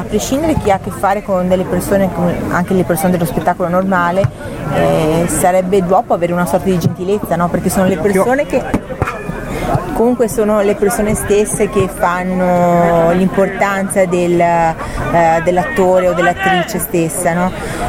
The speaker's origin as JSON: {"language": "Italian", "town": "Venice", "region": "Veneto", "country": "Italy", "said": "ovvio che io sono di un'isola di Venezia, no? Sono veneziana."}